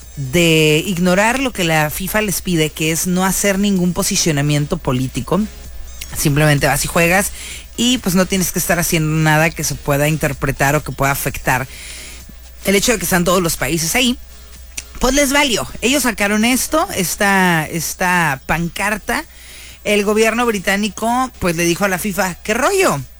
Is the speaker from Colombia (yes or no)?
no; Mexico; siendo nosotros mexicanos, ¿no?